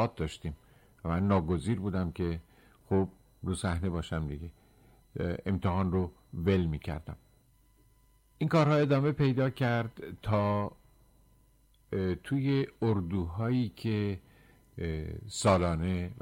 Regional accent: Rasht, Gilan, Iran; به اندازه من که رشتی هستم افتخار نمیکنه، من بیشتر افتخار میکنم.

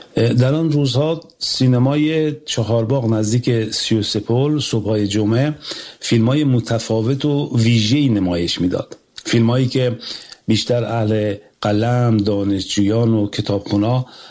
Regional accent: Semirom, Isfahan, Iran; زادگاه من شهر سمیرومه، شهری که در آن نابرابری و بی‌عدالتی نه مفهومی انتزاعی بلکه بخشی عریان و روزمره از زندگی مردم بوده

